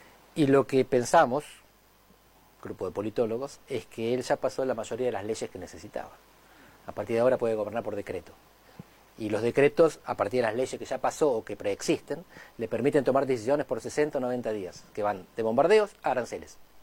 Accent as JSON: {"language": "Spanish", "country": "Argentina", "also_born_or_lived": "Portugal"}